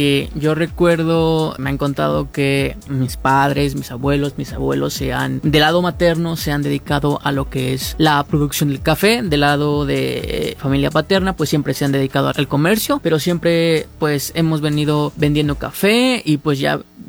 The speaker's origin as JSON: {"language": "Spanish", "town": "Huehuetla", "region": "Hidalgo", "country": "Mexico", "said": "soy estudiante de la carrera de creación y desarrollo de empresas y soy del municipio de Huehuetla, Hidalgo"}